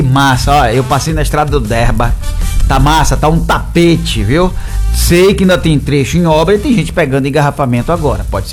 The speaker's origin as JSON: {"language": "Portuguese", "town": "Salvador", "region": "Bahia", "country": "Brazil", "tie": "born or raised there", "said": "eu sou nascido e criado em Paripe, eu pegava trem para ir para a Calçada, eu pegava trem para ir para o colégio na Ribeira"}